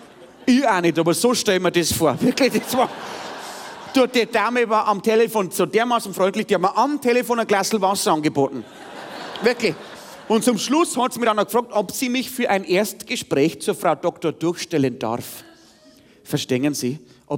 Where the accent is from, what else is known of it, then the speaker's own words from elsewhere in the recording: Bavaria, Germany; Wie man bei uns im Bayerischen Wald dazu sagt.